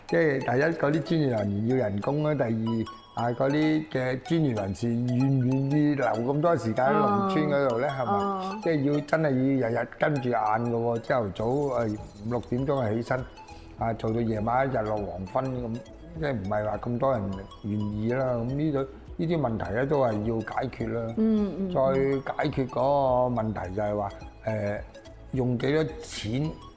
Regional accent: Foshan, Guangdong, China; 尤其是我們佛山人都是很順、很直的

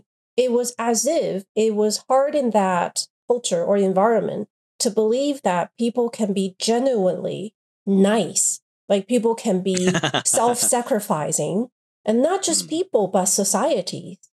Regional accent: China; So in China, growing up in China, living in China, I don't get that sense of cynicism.

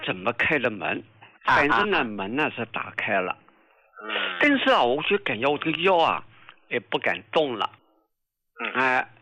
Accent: Jiangsu, China; 我老家呢是江苏的

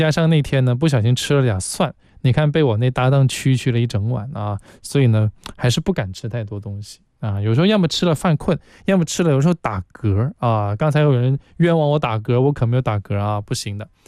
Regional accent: Guangzhou, Guangdong, China; 可能是我们广东人吧，广州人的一个好消息啊

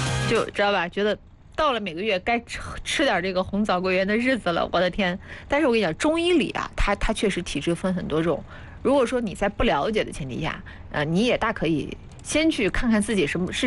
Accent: Anhui, China; 我们这边你也知道，我们安徽这边啥东西都红烧啊，干煸啊，炖的。

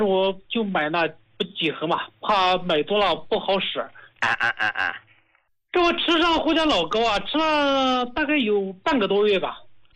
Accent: Hubei, China; 我是湖北人，

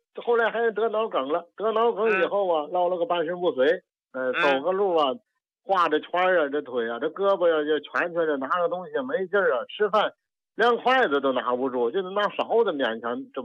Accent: Tianjin, China; 我是天津的，今年呢76了

